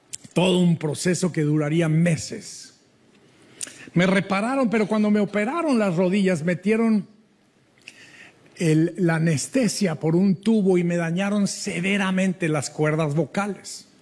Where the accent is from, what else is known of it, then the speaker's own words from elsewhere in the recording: Durango, Mexico; porque como soy de Durango, México, lo primero que pienso es pan dulce con chocolate, abuelita.